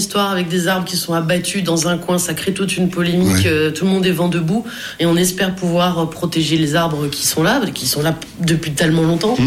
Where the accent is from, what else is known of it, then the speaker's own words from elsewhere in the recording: Southern Italy, Italy; moved away; Je fais une mention spéciale dédicace pour tous les oliviers de chez moi en Italie du Sud